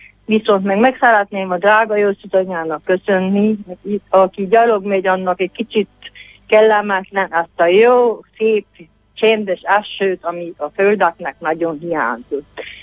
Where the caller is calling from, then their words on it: Gyergyóalfalu, Harghita, Romania; Jegyőként Falráról vagyok